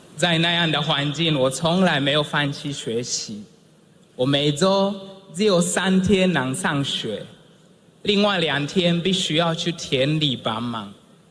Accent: Kigoma, Tanzania; Chinese is a second language; now in Taiwan; 我出生在坦桑尼亚的山区，一个靠近贡北国家公园的小村落。那里是真古的博士研究野生黑猩猩的地方，也是我的生命的起点。我在一个贫穷家庭长大，

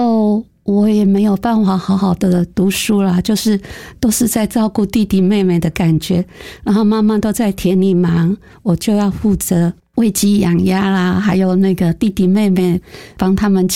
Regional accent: Taichung, Taiwan; 好，我是50年出生的，出生的地点是台中市潭子乡。那里最有名可能大家都知道是潭子加工区。可是我的家是住在靠山边。我们家是一个大家族

